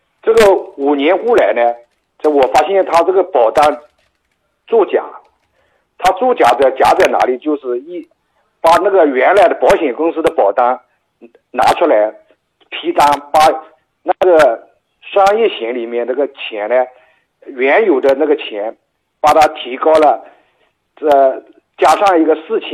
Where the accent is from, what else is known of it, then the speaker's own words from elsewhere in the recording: Zhejiang, China; 我自己用的。因为我是浙江的。